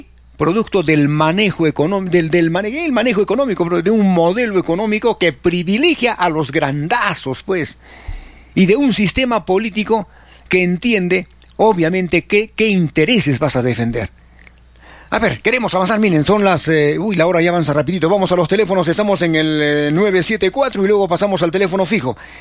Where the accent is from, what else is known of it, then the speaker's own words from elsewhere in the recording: Peru; los millones de peruanos que somos